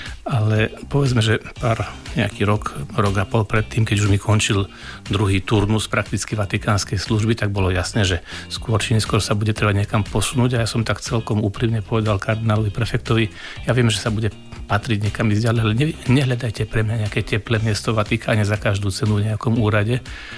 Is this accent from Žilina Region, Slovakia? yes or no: no; Nižný Čaj, Košice Region, Slovakia; also born or lived in Italy; now in Košice, Slovakia; odkiaľ pochádzam, z dedinky Nižný Čaj.